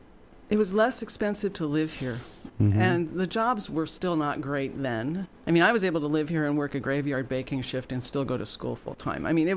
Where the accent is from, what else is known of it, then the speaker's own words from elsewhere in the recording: Los Angeles, California, United States; So I grew up in Los Angeles. I am the daughter of an editor at the LA Times.